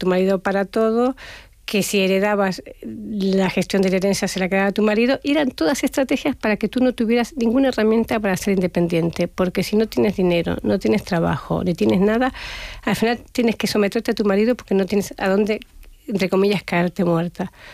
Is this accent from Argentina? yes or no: yes; Argentina; yo he vivido, yo soy argentina, en Argentina, de los años 80 o 70